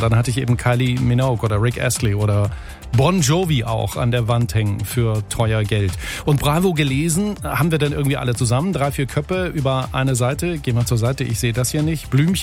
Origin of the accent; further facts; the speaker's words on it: East Germany, Germany; Ich bin ja in der DDR aufgewachsen